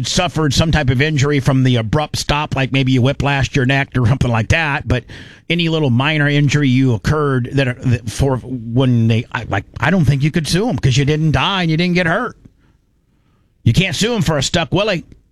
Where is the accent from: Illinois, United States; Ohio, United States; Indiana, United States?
Indiana, United States; My idea of a great vacation is going to Indiana. And going back to my hometown and seeing my friends